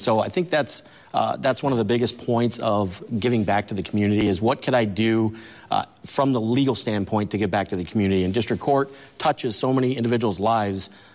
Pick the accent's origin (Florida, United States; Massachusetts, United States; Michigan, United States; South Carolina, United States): Michigan, United States; So I grew up right here in Marquette County. Basically born and raised, the biggest part of it is, what can I give back to the community here in Marquette?